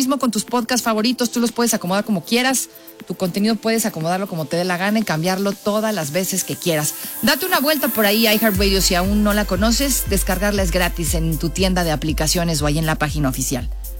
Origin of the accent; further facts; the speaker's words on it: Mexico; somos mexicanos